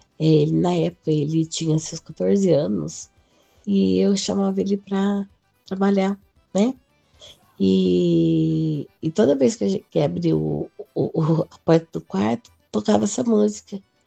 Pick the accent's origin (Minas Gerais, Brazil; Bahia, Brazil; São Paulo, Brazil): São Paulo, Brazil; sou do interior de São Paulo.